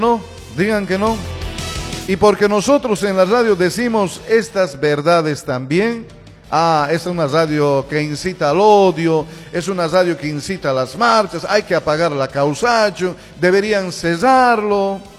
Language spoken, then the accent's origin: Spanish; Bolivia; todos somos bolivianos.